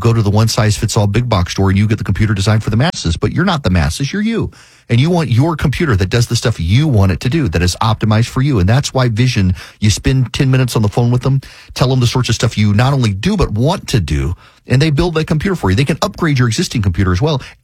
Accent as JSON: {"language": "English", "region": "Louisiana", "country": "United States", "tie": "born or raised there", "said": "Paul Harvey had the stronger signal growing up in Louisiana."}